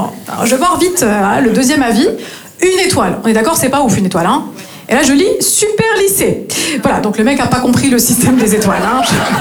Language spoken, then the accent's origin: French; Grand Est, France; moved away as an adult; now in Marseille, France